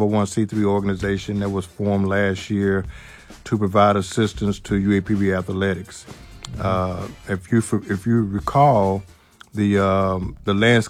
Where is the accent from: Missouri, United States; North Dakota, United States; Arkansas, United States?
Arkansas, United States; Pine Bluff; Pine Bluff is my hometown.